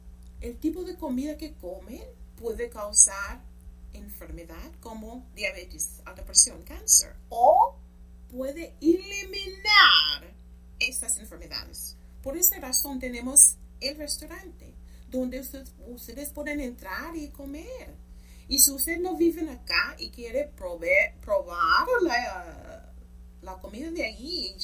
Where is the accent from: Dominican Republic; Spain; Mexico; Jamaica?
Jamaica; first language English; Spanish is a second language; now in McAllen, United States; yo soy de Jamaica, en Jamaica hablamos inglés, no español, así que estoy aquí sudando para hablar español